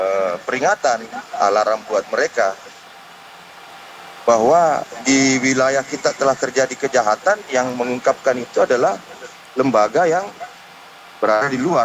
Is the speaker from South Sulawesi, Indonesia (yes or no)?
yes; Sidrap, South Sulawesi, Indonesia; moved away as an adult; now in Makassar, Indonesia; saya sebagai orang sidrap, lahir di sidrap. Besar umur 20 tahun saya sidrap